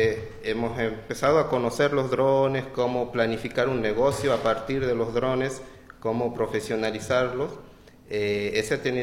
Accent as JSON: {"language": "Spanish", "town": "Fernández", "region": "Santiago del Estero", "country": "Argentina", "said": "en Fernández, de donde yo soy"}